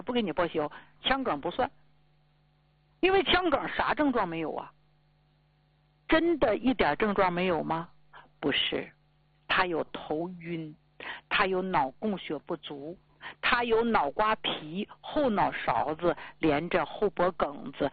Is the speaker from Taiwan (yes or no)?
no; Jilin, China; 就咱们家乡就吉林呐